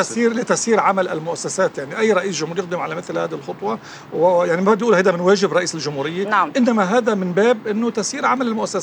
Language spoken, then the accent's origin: Arabic; Lebanon; نحن في لبنان